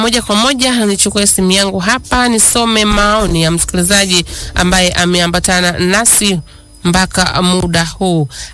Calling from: Misenyi, Kagera, Tanzania; kutoka Misenyi

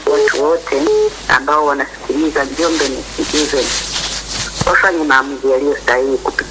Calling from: Nzega, Tabora, Tanzania

